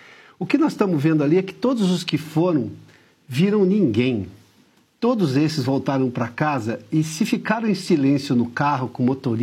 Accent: São Paulo, Brazil; Pois lá no interior de São Paulo, de onde eu venho, no meio da década de 80, isso já não era chique, tá?

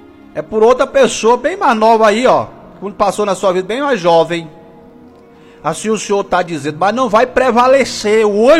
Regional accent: Goiânia, Goiás, Brazil; Bom dia, pastor. … sou de Goiânia.

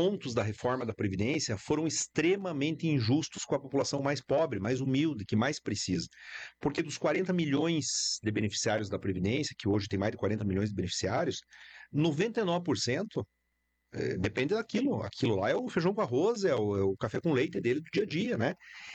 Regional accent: Clevelândia, Paraná, Brazil; now in Pato Branco, Brazil; da minha cidade natal, lá em Clevelândia

